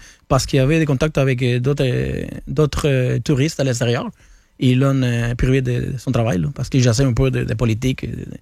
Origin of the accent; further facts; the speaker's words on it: Cuba; moved away as an adult; J'ai quitté Cuba en 2014. À peu près 30 ans, là. 30, 31 ans, là. J'ai vécu là-bas.